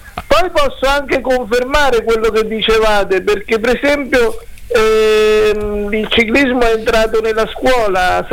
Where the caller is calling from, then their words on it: Lazio, Italy; qui nelle zone limitrofe del Lazio dove vivo adesso